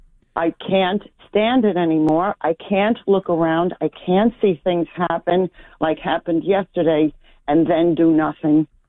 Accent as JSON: {"language": "English", "town": "Brooklyn", "region": "New York", "country": "United States", "tie": "born or raised there", "said": "Well, that is why, being a native New Yorker, I was born in Brooklyn. You know, I'm here for many years, lugging it out in the business of show business"}